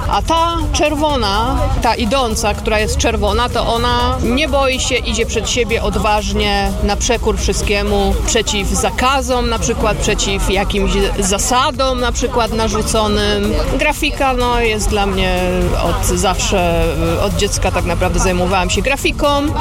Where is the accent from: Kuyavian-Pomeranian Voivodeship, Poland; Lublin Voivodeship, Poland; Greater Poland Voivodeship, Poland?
Greater Poland Voivodeship, Poland; Gniezno; also born or lived in Zalasewo; Pochodzę z Podpoznania, dokładnie to z Zalasewa, to jest tuż pod Swarzędzem. No a ogólnie pochodzę z Gniezna, z pierwszej stolicy Polski, z którym się dość silnie identyfikuję, też tam działam. Ogólnie mówię, że jestem Wielkopolanką, bo moje serce należy do Wielkopolski.